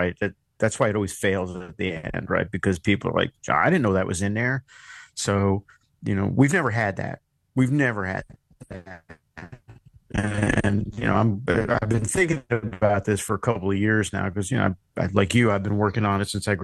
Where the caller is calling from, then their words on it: Massachusetts, United States; I'm sorry because I'm calling from Massachusetts.